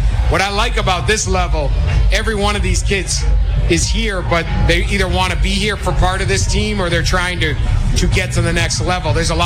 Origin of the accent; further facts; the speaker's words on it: Detroit, Michigan, United States; moved away; I know we both are from Michigan. He's from Lansing. I'm from the Detroit area.